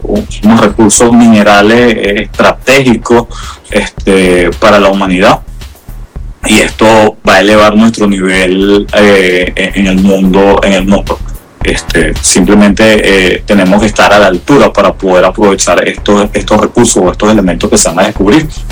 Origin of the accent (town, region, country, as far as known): Venezuela